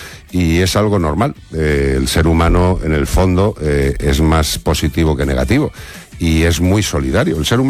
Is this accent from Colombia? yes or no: no; Spain; Sí, sí, y vemos, soy español, todo